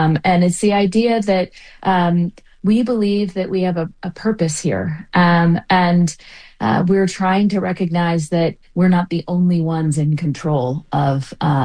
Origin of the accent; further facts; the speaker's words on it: Texas, United States; I would say, as a Texan, I would say, no, we like courageous stories